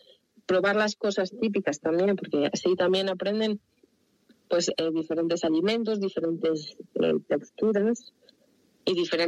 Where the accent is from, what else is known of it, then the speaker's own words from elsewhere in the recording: Valladolid, Castile and León, Spain; yo siendo vallisoletana, pero vallisoletana de las Bordes, de pura raza, soy fan de la Catedral de León.